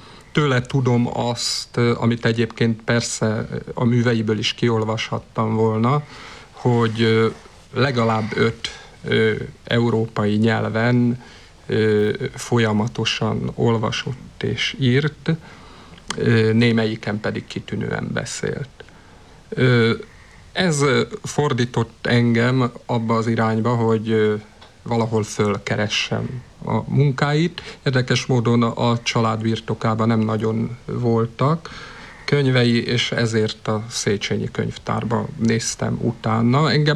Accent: Hungary; moved away; Én ebben a faluban születtem, és gyerekkorom nagy része ebben a faluban telt el.

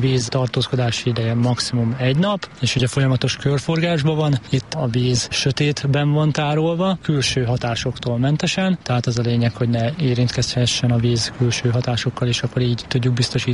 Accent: Békés, Hungary; now in Debrecen, Hungary; Én Békés megyéből jöttem két éve párommal, úgyhogy én még nem olyan régóta élek Debrecenben.

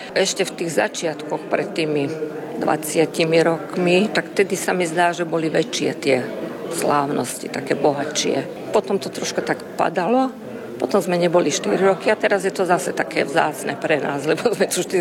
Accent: Horné Saliby, Trnava Region, Slovakia; pochádzam z Horných Salíp.

